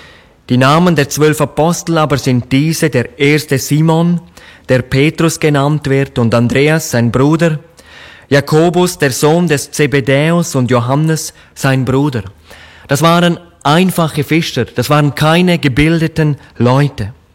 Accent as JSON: {"language": "German", "country": "Switzerland", "said": "Ich komme ja aus der Schweiz, das hört man, glaube ich, in meiner Sprache."}